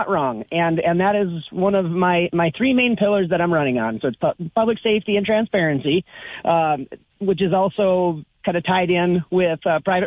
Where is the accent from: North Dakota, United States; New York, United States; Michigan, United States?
North Dakota, United States; Well, originally I am from the Regan-Wilton area.